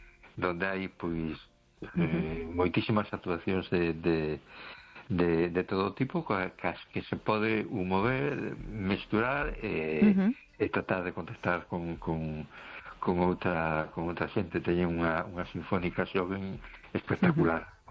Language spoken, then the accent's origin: Spanish; A Coruña, Galicia, Spain; Hola, buenas noches … de Coruña.